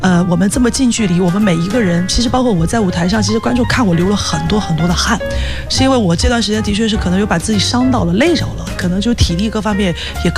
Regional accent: Fujian, China; moved away; 我上个月8月份整个月都在福建，我的老家，

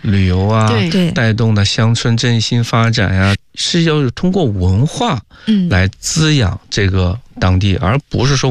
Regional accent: Guizhou, China; 因为我老家贵州的嘛

